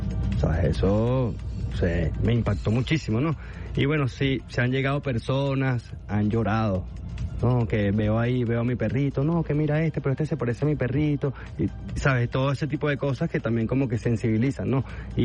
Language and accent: Spanish; Venezuela; le hice un llamado a todas las personas como venezolanos, porque en este momento de sensibilidad y vulnerabilidad que está el país, necesitamos unirnos